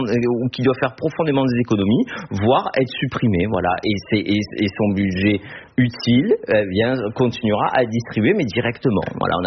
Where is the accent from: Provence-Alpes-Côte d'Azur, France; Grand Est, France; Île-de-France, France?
Provence-Alpes-Côte d'Azur, France; chez nous en Provence-Alpes-Côte d'Azur